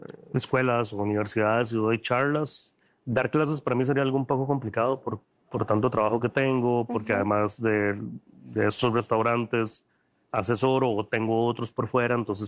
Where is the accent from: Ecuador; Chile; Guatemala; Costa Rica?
Costa Rica; para nosotros como costarricenses